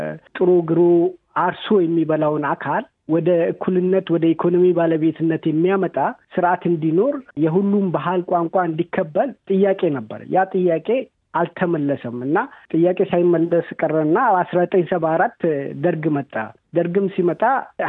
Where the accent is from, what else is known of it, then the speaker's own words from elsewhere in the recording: Gambela, Ethiopia; አሁን እኔ ያደግኩበት አካባቢ ኢግላቴሪያል የሆነ ሶሳይቲ ያለ ጋምቤላ ቦርደር ላይ ያሉ ሰዎች